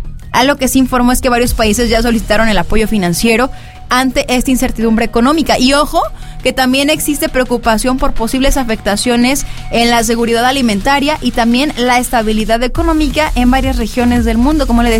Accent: Mexico; para todas y todos nosotros como mexicanos

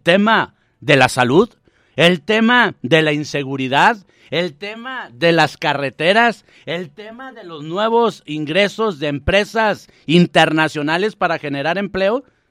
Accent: Mexico; nosotros como mexicanos

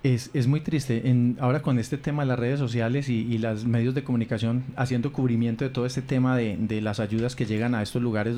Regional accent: Colombia; La reacción que tuvimos nosotros como seres humanos, como colombianos, fue muchísima.

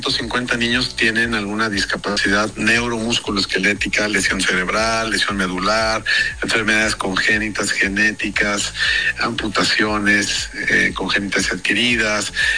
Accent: Mexico; nos une como mexicanos

